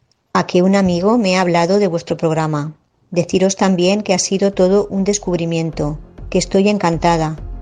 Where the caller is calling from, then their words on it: Barcelona, Catalonia, Spain; soy de Barcelona